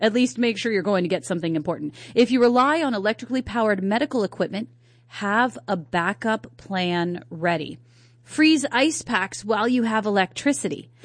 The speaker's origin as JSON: {"language": "English", "region": "East Coast", "country": "United States", "tie": "born or raised there", "said": "back when I was growing up on the East Coast"}